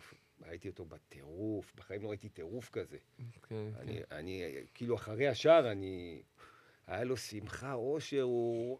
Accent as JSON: {"language": "Hebrew", "town": "Jerusalem", "region": "Jerusalem District", "country": "Israel", "said": "אנחנו גדלנו באיזושהי דרך דומה, אבל המתווה שלנו בסוף היה להגיע לאיזושהי מטרה, והדרך גם חישלה אותנו, גם נתנה לנו את המסגרת, ואנחנו יודעים, גם כירושלמים, אין לנו הרבה אלטרנטיבות."}